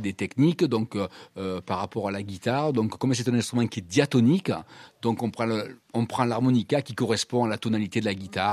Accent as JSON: {"language": "French", "region": "Provence-Alpes-Côte d'Azur", "country": "France", "said": "Tous les quatre, on est du Var. Oui, Toulon, Le Pradet, Cuers et Gien."}